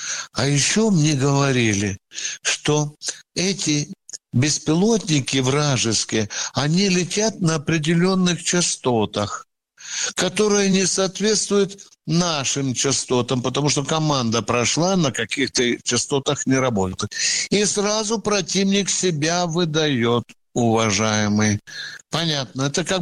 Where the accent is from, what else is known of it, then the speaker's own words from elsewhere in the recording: Moscow, Russia; Я еще москвичка, блин.